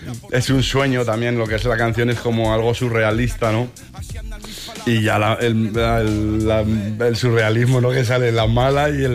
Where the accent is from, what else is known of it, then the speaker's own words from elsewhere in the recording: Azuara, Aragon, Spain; quedé con el coro de la parroquia de Azuara, que es mi pueblo, el pueblo de mi ma